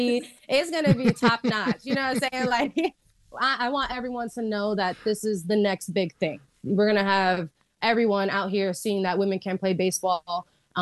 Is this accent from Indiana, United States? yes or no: no; New York City, New York, United States; I mean, like I said, I'm a New Yorker, born and raised here my entire life, still here.